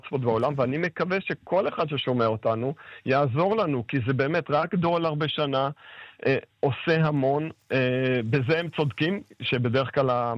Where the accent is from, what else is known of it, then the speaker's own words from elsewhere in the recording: Ashkelon, Southern District, Israel; born there; also born or lived in Beersheba / Kfar Saba; now in Givat Ada, Israel; אני נולדתי בבאר שבע, גדלתי באשקלון, המשכתי בכפר סבא והגעתי לגבעת עדה.